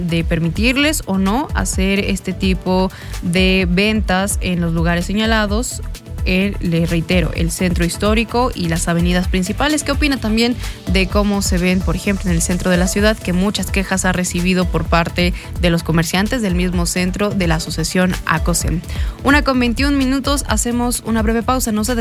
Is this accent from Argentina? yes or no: no; Sinaloa, Mexico; Estoy en Sinaloa, mi tierra.